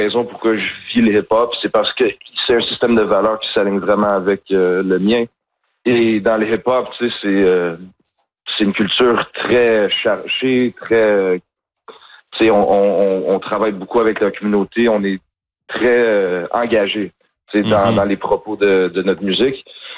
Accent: Montreal, Quebec, Canada; Tu sais, moi, je viens de Saint-Henri, j'ai vécu autour de Saint-Henri les derniers 14 ans de ma vie.

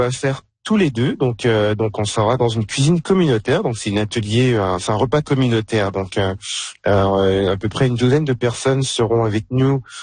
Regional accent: France; now in Saskatchewan, Canada; ici en Saskatchewan, moi je suis français d'origine

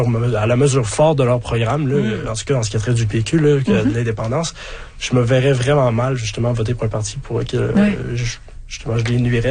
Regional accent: Quebec, Canada; moi je viens de la région de Québec, donc c'est une région qui est peut-être plus casée là

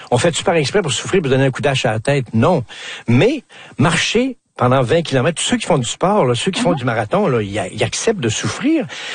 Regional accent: Quebec, Canada; accent: Quebec; Quand ils entendaient mon accent québécois, je vais vous envoyer chez ma grand-mère.

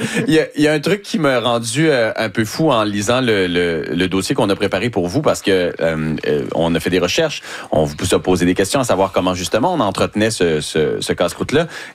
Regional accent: Quebec, Canada; moi, je viens du Lac-Saint-Jean

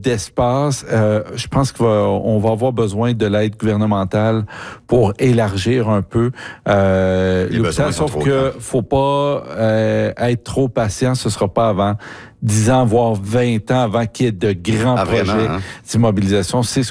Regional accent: Ontario, Canada; chez nous en Ontario

